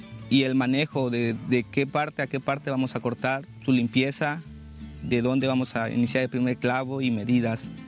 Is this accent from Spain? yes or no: no; San Sebastián Camacho, Mexico; Yo vengo originario de San Sebastián Camacho, que pertenece a Naula.